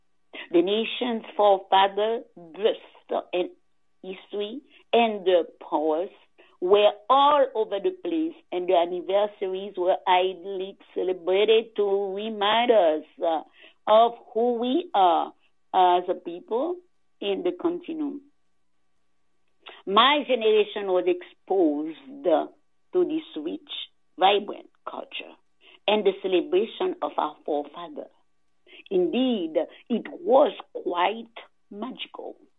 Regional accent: Haiti; When I was growing up in Haiti

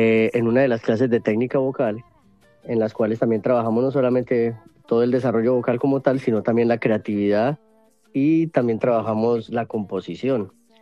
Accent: Colombia; moved away

